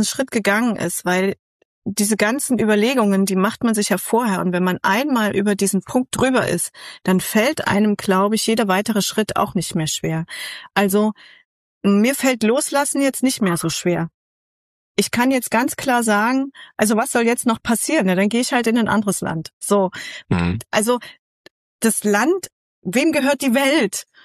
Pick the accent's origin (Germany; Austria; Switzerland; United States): Germany; Central Germany; moved away as an adult; ich komme ja aus Mitteldeutschland, da gibt es das auch nicht. Wir hatten es schneller warm, länger hell und ja, wie du sagst, nicht so rau.